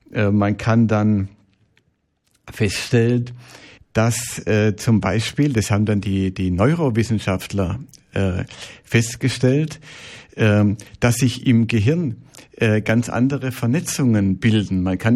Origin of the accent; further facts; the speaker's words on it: Baden-Württemberg, Germany; Ich bin ja Schwabe.